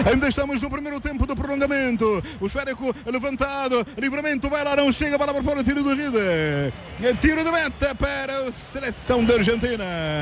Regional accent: Cape Verde; Imagino lá na terra, imagino lá em Cabo Verde, imagino o que se estará nesta altura a viver.

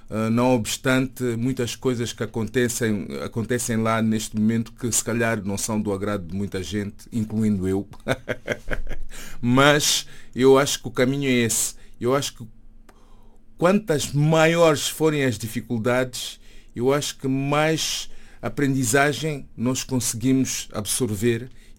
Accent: Mozambique; Moçambique, neste caso que é a minha terra

